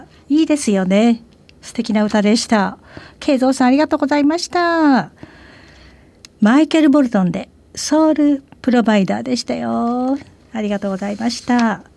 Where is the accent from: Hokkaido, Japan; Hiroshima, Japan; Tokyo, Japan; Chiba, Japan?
Hokkaido, Japan; 私は本当に田舎の育ちで、万事炭鉱っていう本当に田舎の炭鉱町で生まれ育ったんですけど、